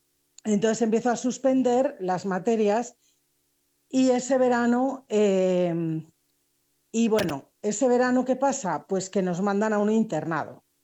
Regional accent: Spain; born there; yo nací en una familia muy católica en España, como podéis ver por mi acento, en el año 64.

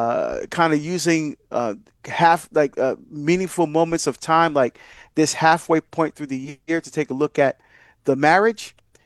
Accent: Barbados; moved away; I'm from Barbados, and I'm getting a chance to go home and visit family. Most of my family are still there.

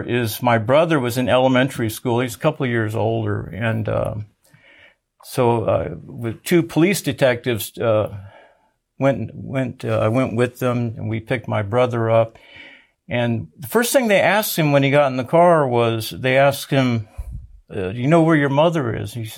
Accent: San Antonio, Texas, United States; born there

